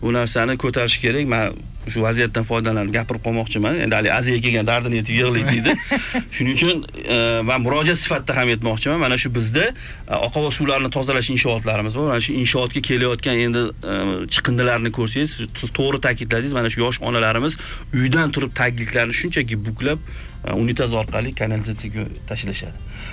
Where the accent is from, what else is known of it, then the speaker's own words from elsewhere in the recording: Tashkent, Uzbekistan; Albatta, mana shu Sergelida, Xonobod, mana shu shahar chekkasida Xonobodda tug'ilganman, o'sha tug'ilib o'sganman.